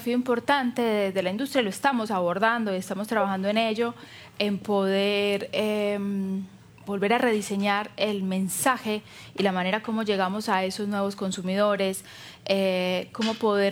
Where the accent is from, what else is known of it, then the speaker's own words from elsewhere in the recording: Argentina; nosotros como viticultura argentina.